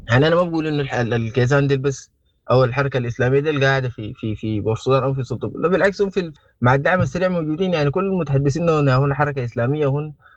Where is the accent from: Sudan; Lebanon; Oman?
Sudan; يعني أي حوار نحن كسودانيين ممكن يحل لنا مشكلتنا